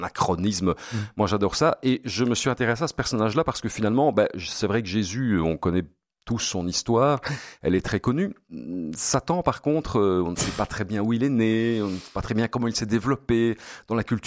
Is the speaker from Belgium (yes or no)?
yes; Belgium; je suis un Belge totalement affirmé.